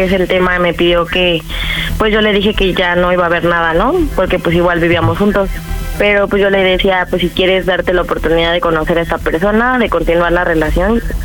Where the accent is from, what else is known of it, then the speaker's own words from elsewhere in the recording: Venustiano Carranza, Mexico; 31 años y soy de Venustiano Carranza.